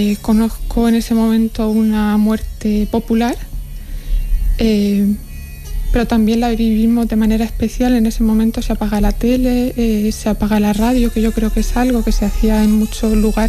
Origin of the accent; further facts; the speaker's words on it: Orihuela, Valencian Community, Spain; now in Seville, Spain; yo soy de Orihuela, pero vivía en Los Arrabales, que era la huerta de la Vega Baja, que enlazaba la huerta alicantina con la huerta murciana. Una zona montañosa de bancales por cultivar